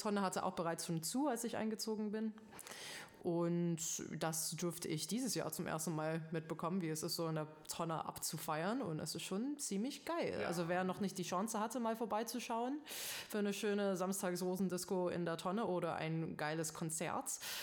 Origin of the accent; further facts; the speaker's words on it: South Africa; now in Jena, Germany; ich komme aus Südafrika